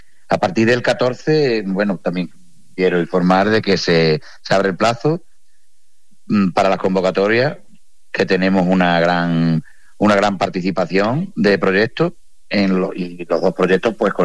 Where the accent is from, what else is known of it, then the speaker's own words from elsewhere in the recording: Berlanga, Extremadura, Spain; el pueblo de Berlanga hemos dado una lección